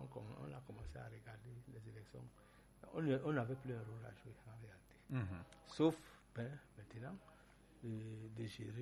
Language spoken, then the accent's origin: French; Cameroon; Nous sommes tous des Camerounais.